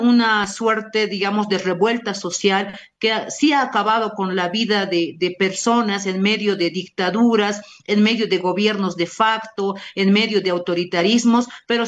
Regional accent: Bolivia; como bolivianos, como dueños de este territorio.

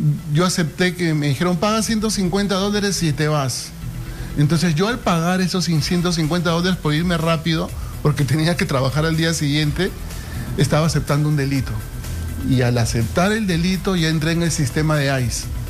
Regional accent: Callao, Peru; yo soy chalaco y por ahí ya me manejaba bien adentro

